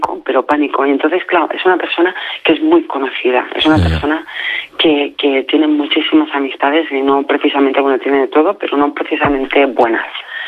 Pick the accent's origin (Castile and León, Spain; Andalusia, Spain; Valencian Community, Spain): Valencian Community, Spain; Nosotros somos valencianos.